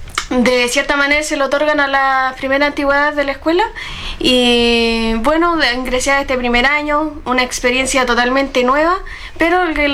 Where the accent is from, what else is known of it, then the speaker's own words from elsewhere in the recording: Salamanca, Coquimbo, Chile; moved away; also born or lived in Santiago; oriunda de la comuna de Salamanca, específicamente de la localidad de Coyihuay.